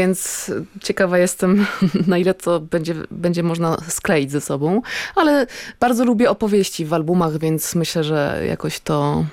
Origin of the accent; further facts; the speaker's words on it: Masovian Voivodeship, Poland; moved away as an adult; now in Tricity, Poland; Ja nie pochodzę z Trójmiasta, ale mieszkam tam już ponad 20 lat.